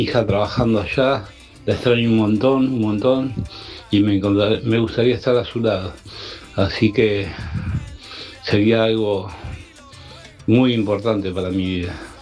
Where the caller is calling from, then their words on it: Villa Madero, Buenos Aires Province, Argentina; de Villa Madero